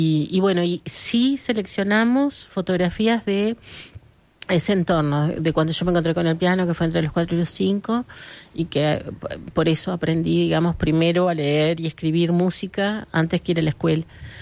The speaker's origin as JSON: {"language": "Spanish", "region": "Paysandú", "country": "Uruguay", "tie": "born or raised there", "said": "me crié viendo boxeo en Paysandú"}